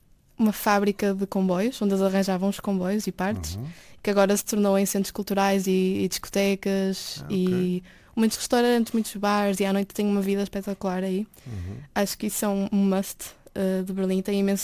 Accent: Portugal; Portugal também, que as pessoas gostaram tanto que me deu um bocado de confiança também para trazer à minha terra natal.

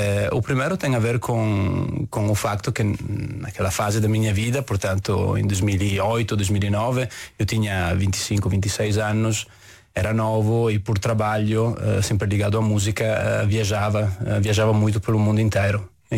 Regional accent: Treviso, Veneto, Italy; Portuguese is a second language; moved away as an adult; now in Porto, Portugal; eu mudei-me para cá em 2009. Na verdade, sou originário da Itália, de uma cidade chamada Treviso. Uma pequena cidade a 20 minutos da Veneza, basicamente, muitas vezes até confundida com Veneza, tanto é que, por questões práticas, costumo dizer que sou de Veneza.

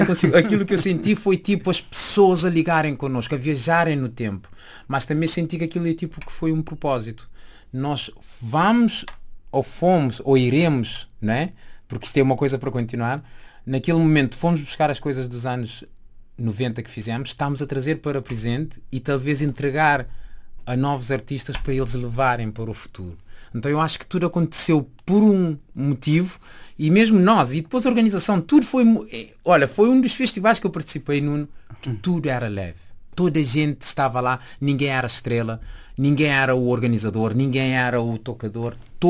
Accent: Cape Verde; nós somos cabo-verdianos

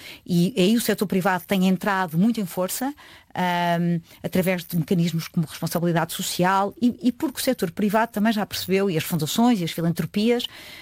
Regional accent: Portugal; Eu sinto que tenho beneficiado imenso no meu trabalho do facto de ser portuguesa.

